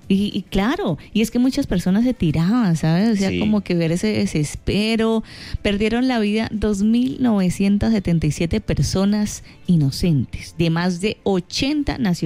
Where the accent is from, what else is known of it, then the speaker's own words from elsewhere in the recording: Bolívar, Cauca, Colombia; En mi pueblo, en Los Milagros, Bolívar, Cauca